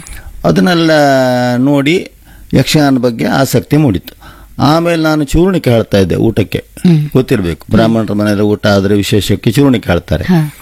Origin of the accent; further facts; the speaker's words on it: Ultur, Karnataka, India; also born or lived in Koodli; ನಾನು ಹುಟ್ಟಿದ್ದು ಉಳ್ತೂರು, ತಕ್ಕಟ್ಟಿನ ಒಳಗೆ ಉಳ್ತೂರು ಅಂತ ಅಲ್ಲಿ ಹುಟ್ಟಿದ. ನನ್ನ ತಾಯಿ ಮನೆ ಉಳ್ತೂರು, ಅಲ್ಲಿ ನಾನು ಸಣ್ಣದಲ್ಲಿ ಇದ್ದದ್ದು. ಆಮೇಲೆ ನಮ್ಮ ಮನೆ ಬಾರ್ಕೂರ್ ಹತ್ರ ಕೂಡ್ಲಿ ಅಂತ